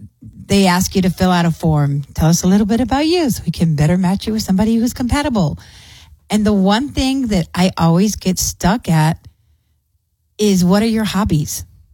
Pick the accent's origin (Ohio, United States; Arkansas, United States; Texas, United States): Texas, United States; Clint; I grew up in Clint and we had chickens.